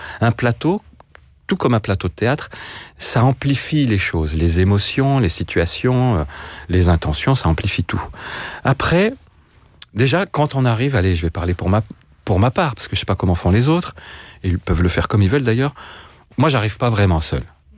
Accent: Grenoble, Auvergne-Rhône-Alpes, France; moved away; Je viens de Grenoble, on vit dans une cuvette et on grandit autour de 3 massifs, énormes et magnifiques

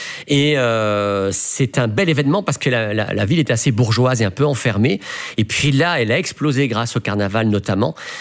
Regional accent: Belgium; et surtout qu'on est belge.

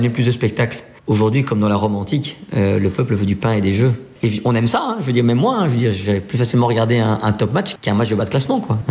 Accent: Belgium; Belgique, c'est mon pays. J'y suis né, j'ai vécu toute ma vie. Je suis belge, 100%. Mais mes origines sont espagnoles et italiennes.

